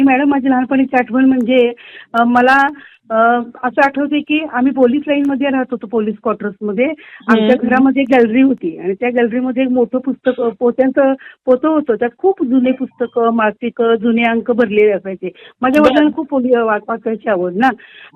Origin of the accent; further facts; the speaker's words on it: Aundh, Maharashtra, India; born there; also born or lived in Pune; माझा जन्म सातारा जिल्ह्यातील औंध झाला.